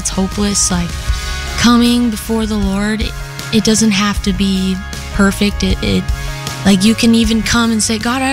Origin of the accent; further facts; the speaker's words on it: Hawaii, United States; moved away; I was born and raised in Hawaii, grew up in a lot of dysfunction and abuse. I was taken by Child Protective Services when I was 7 years old.